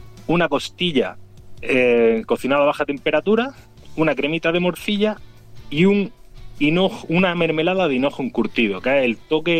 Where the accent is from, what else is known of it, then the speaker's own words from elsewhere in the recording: Granada, Andalusia, Spain; Si nosotros somos granadinos